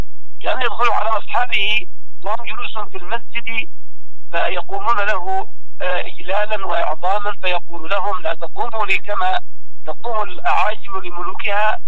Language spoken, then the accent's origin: Arabic; Yemen; نحن كشعب يمني